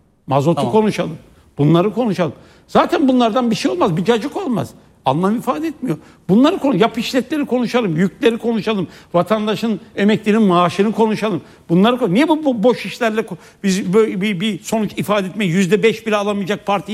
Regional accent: Nevşehir, Turkey; Tamam ben de Nevşehirliyim ya, kardeşim Nevşehir

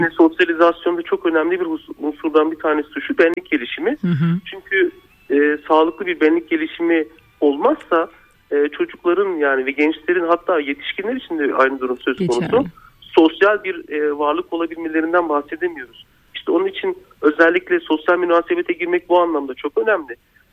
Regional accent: Çukurova, Turkey; ben Çukurova tarafında işte oralıyım

